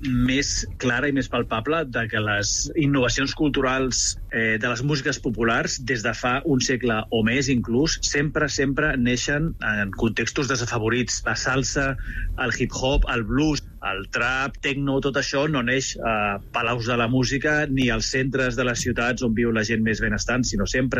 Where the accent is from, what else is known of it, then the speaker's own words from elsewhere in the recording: Catalonia, Spain; Jo no soc polac, jo soc català.